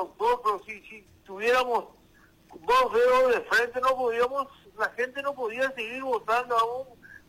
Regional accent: Asunción, Paraguay; Esta ciudad donde yo nací, que tanto la quiero y que viví, donde viví casi toda mi vida, pero y muchos de nosotros que somos arrucenos, Asunción

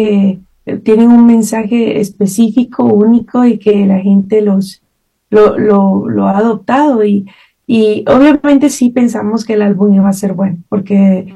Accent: Guatemala; now in San Francisco, United States; Soy de Guatemala, sí, soy originaria chapina, me gusta el pepián.

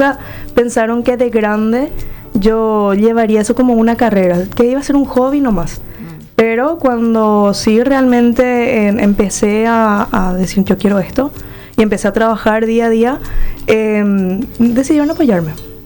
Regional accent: Caraguatay, Cordillera, Paraguay; born there; also born or lived in Asunción; Yo soy realmente oriunda de Caraguatay, pero porque yo soy una malcriada de Caraguatay. Yeah. O sea, yo soy arribeña. Yo soy de Asunción. Bueno, yo nací en Asunción.

